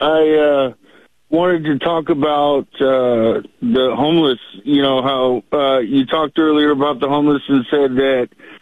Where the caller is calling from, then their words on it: Oregon, United States; I'm from Oregon, and we've been dealing with a lot of homeless down here.